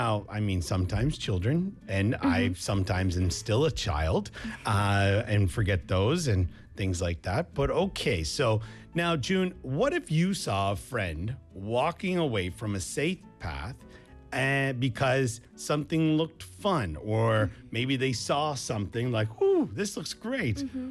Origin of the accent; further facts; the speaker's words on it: Canada; where I grew up in Canada, we were still in the city